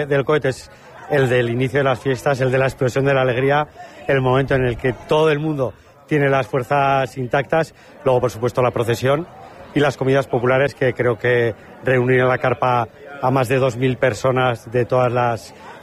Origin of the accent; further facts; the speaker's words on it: Fustiñana, Navarre, Spain; me encanta que vengan a mi pueblo.